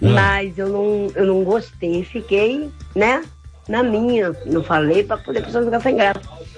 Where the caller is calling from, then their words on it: Rio de Janeiro, Brazil; Eu moro em Cordovil, sou da igreja Vida em Cristo.